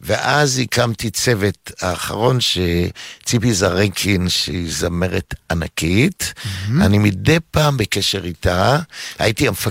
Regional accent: Givatayim, Tel Aviv District, Israel; גדלתי בגבעתיים

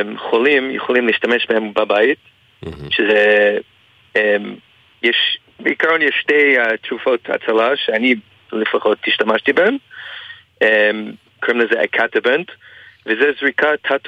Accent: Canada; Hebrew is a second language; moved away as an adult; now in Israel; הייתי, כשהייתי בקנדה, לפני שעליתי לארץ, הייתי תמיד הולך למיונים

